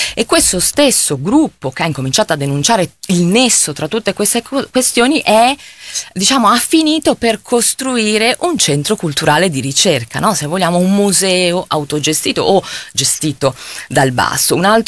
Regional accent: Milan, Lombardy, Italy; moved away as an adult; now in Hamburg, Germany; sono nata a Milano, che sento profondamente, diciamo, come la mia città, qui sono cresciuta, qui ho le mie ho costruito le mie amicizie più importanti e soprattutto le esperienze politiche che mi hanno formata.

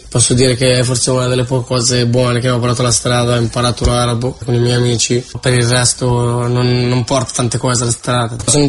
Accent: Milan, Lombardy, Italy; Io ho 16 anni, sono cresciuto a Milano, in via Padova.

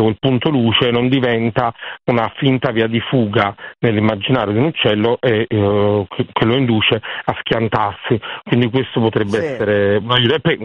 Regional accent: Naples, Campania, Italy

